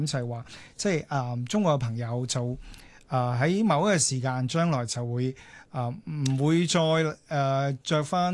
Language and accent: Cantonese; Hong Kong; 我哋香港人